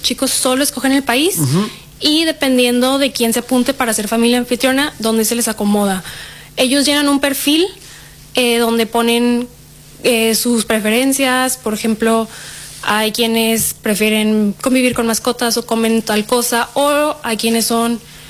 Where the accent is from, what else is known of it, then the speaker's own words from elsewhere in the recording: Mexico; moved away as an adult; now in Argentina; yo, siendo latina, también veo que la gente... aunque somos una cultura cálida en México